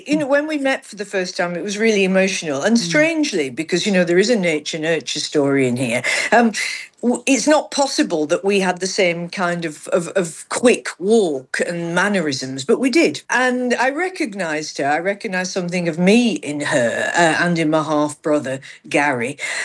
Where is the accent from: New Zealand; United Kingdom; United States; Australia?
United Kingdom; Accrington, North West England; also born or lived in Manchester; I was adopted by religious folks in the working class town of Accrington, because I was born in Manchester, so I didn't move far.